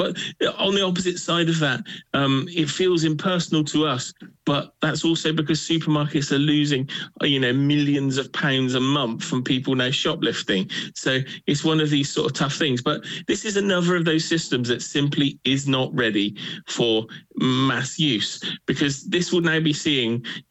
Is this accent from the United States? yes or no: no; South West England, United Kingdom; accent: Wiltshire; my proper Wiltshire accent